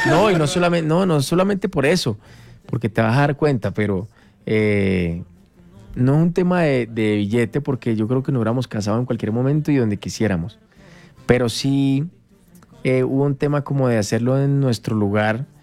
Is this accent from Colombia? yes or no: yes; Colombia; Me iba a casar en México. Sí, me iba, pero bueno, en últimas pensé en mi tierra.